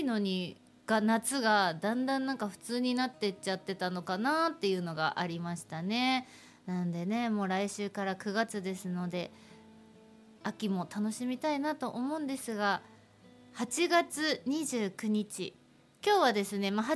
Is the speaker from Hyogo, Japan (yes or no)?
no; Hokkaido, Japan; もう生まれも育ちも北海道の私としては